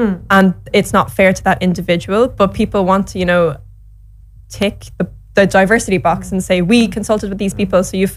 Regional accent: Ireland; I'm an Irish white person.

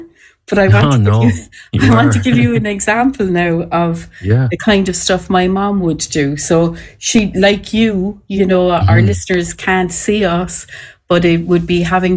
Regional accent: Ireland; accent: Hiberno English; So, like in Ireland, we say, Tír gan teang and Tír gan anam.

